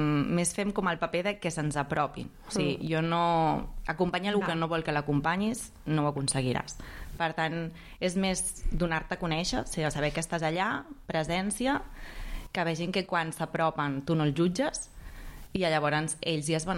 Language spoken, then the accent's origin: Catalan; Catalonia, Spain; jo he treballat en centres oberts, en espais joves, més o menys també, però clar, jo vinc del Baix Llobregat, i és bastant diferent que aquí.